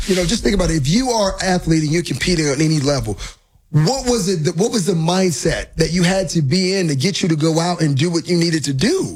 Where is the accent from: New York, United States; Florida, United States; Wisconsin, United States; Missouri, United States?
Florida, United States; Miami; moved away; hockey wasn't the sport of choice where I grew up in Miami.